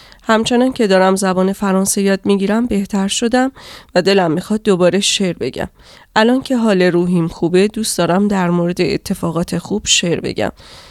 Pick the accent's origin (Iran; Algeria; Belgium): Iran; French is a second language; moved away as an adult; now in France; Je viens d'Iran. J'ai 40 ans.